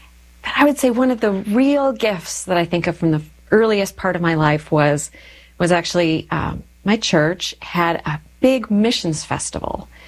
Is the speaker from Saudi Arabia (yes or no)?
no; Minnesota, United States; Sure. So I'm from Minnesota. And I grew up in a wonderful family.